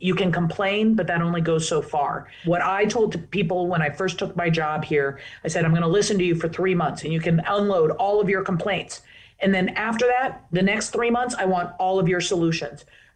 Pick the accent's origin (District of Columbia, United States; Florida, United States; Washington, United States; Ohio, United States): District of Columbia, United States; Washington; my community, my hometown.